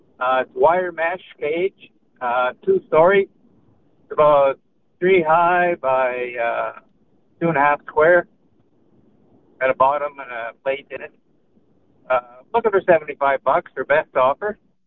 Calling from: Rosser, Manitoba, Canada; Rosser, Manitoba.

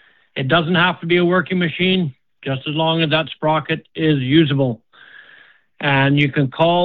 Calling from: Elm Creek, Manitoba, Canada; Calling from Elm Creek.

